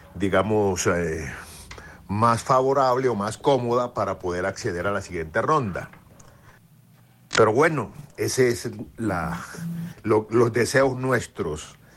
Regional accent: Colombia; Como todo colombiano, mayoría de los colombianos, la expectativa es que Colombia tenga un resultado favorable.

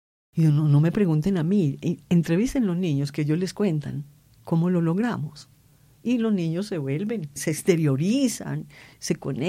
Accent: Antioquia, Colombia; Amo Antioquia, yo soy antioqueña, amo Antioquia con todo

